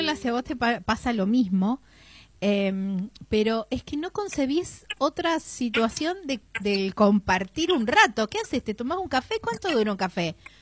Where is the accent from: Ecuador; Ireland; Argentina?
Argentina; Claro, claro, somos argentinos, el centro del mundo.